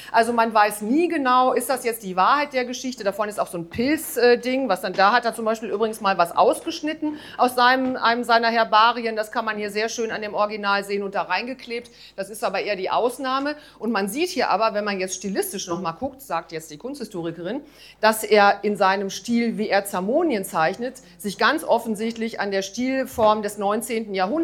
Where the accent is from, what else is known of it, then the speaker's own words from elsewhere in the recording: North Rhine-Westphalia, Germany; ich bin gebürtig aus dem Sauerland, das ist so eine Waldgegend in Nordrhein-Westfalen